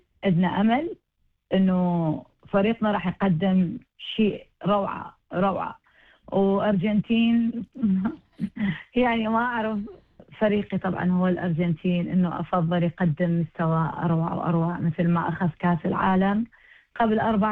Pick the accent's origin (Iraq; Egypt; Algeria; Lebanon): Iraq; now in Australia; انا عراقية استرالية، بنفس الوقت قلبي ويا استراليا